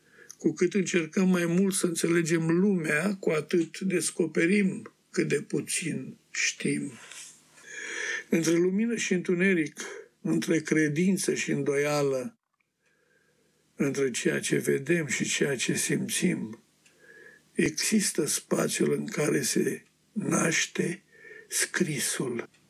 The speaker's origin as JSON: {"language": "Romanian", "country": "Romania", "tie": "born or raised there", "moved": "as an adult", "lives_now": "Australia", "said": "Între România copilăriei mele și Australia maturității mele"}